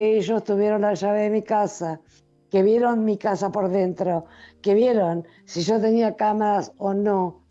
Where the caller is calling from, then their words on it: San Vicente, Argentina; Vivo en San Vicente, quiero decir.